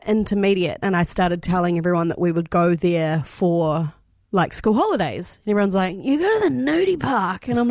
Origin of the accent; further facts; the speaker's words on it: Nelson, New Zealand; I grew up in Nelson, but we went to like